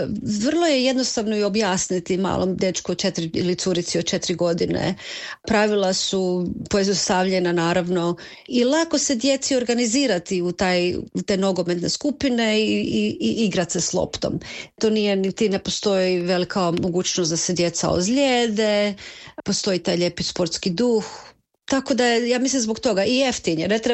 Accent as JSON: {"language": "Croatian", "town": "Zagreb", "region": "City of Zagreb", "country": "Croatia", "tie": "born or raised there", "moved": "yes", "said": "ja sam odrasla u Zagrebu"}